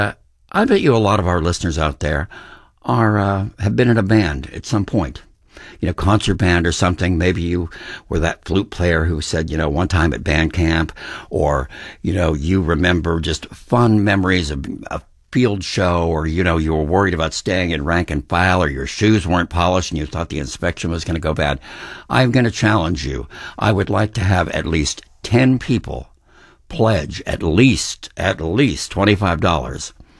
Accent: California, United States; You know, I grew up in California, but I was a big band geek.

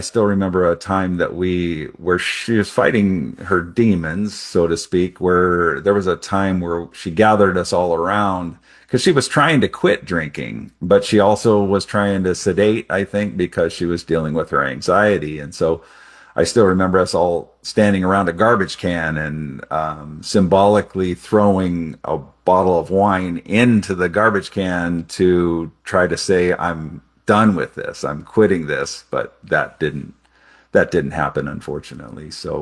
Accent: New Orleans, Louisiana, United States; born there; And so he moved us there, and that's where I was born. I was born in New Orleans.

